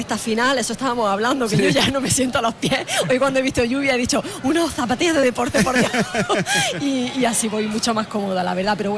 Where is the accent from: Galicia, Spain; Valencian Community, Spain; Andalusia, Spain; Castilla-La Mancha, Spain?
Andalusia, Spain; Almería; porque somos disfrutones los almerienses.